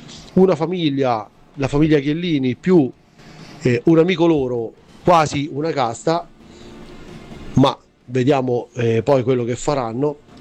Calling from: Rome, Lazio, Italy

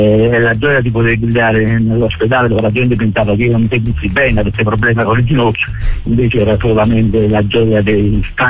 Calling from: Naples, Campania, Italy; io sono napoletano

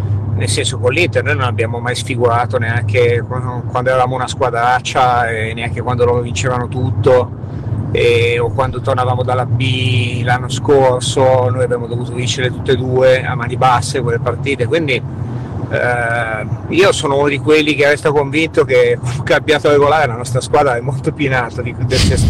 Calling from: Lentate sul Seveso, Lombardy, Italy; da Lentate, sono in macchina

